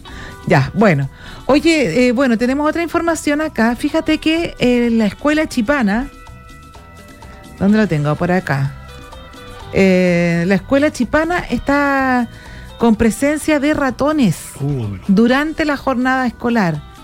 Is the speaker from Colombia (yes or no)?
no; Iquique, Tarapacá, Chile; los que somos iquiqueños